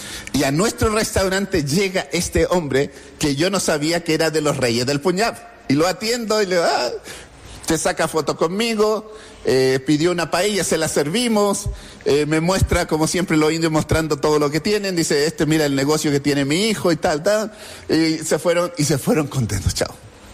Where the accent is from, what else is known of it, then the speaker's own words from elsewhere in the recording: Chile; moved away as an adult; now in India; Tenemos nacionalidad española, aparte de la chilena, tenemos nacionalidad española.